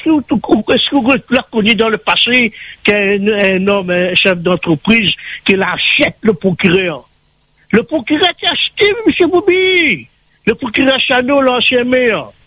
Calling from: Saint-Benoît, Réunion; j'habite à Saint-Benoît

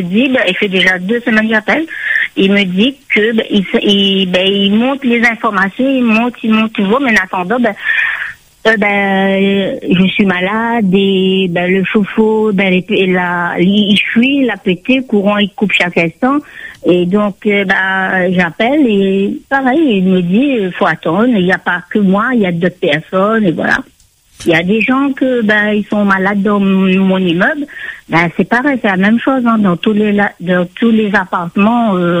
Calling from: Saint-André, Réunion; j'habite à Saint-André.

